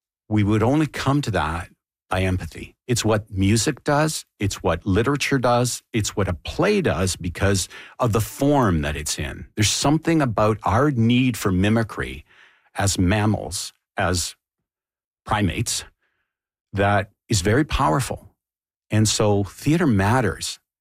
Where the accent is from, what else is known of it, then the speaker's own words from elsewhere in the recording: Canada; And it's better and stronger, and I'm proud of it as a Canadian.